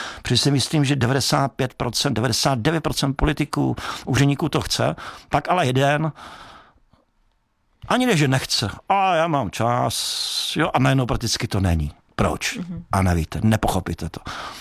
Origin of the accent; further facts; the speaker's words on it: Olomouc, Olomouc Region, Czechia; now in Chomutov, Czechia; Tak jako jsem z Olomouce, takže nejvíc mě pálí to, že není, a já bydlím v Chomoutově